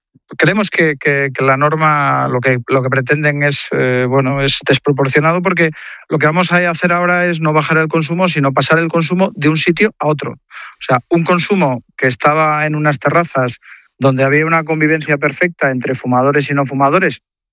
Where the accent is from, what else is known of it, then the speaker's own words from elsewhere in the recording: Asturias, Spain; Bueno, piensen, yo soy de Asturias, piensen en Asturias, con la climatología que tenemos